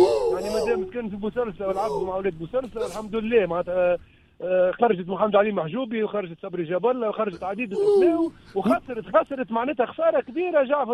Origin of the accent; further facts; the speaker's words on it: La Marsa, Tunis Governorate, Tunisia; born there; تعدينا مدرسه المرسى